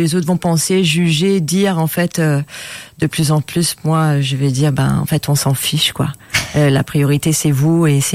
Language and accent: French; France; now in Mauritius; Ouais, j'ai grandi en France, mais ça fait plus de 15 ans que je suis à Maurice.